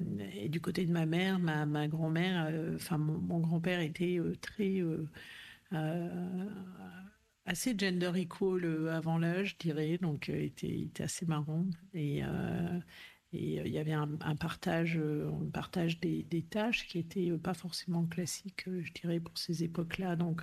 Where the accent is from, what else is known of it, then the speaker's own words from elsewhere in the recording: Clermont-Ferrand, Auvergne-Rhône-Alpes, France; born there; moved away; also born or lived in Aveyron; j'ai grandi à Clermont-Ferrand, enfin majoritairement, puisque mes parents, mon père avait été muté à Clermont, et donc on avait une maison à Clermont, mais je passais toutes mes vacances en Aveyron.